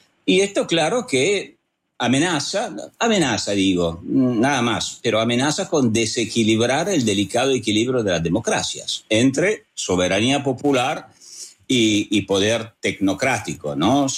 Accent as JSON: {"language": "Spanish", "country": "Italy", "moved": "yes", "said": "Yo soy italiano"}